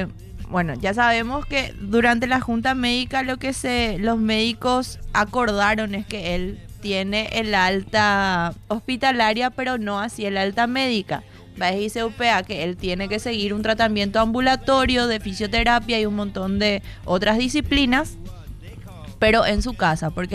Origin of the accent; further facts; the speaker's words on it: Italy; now in Paraguay; soy extranjero de Italia. Hace 2 años estoy en Paraguay.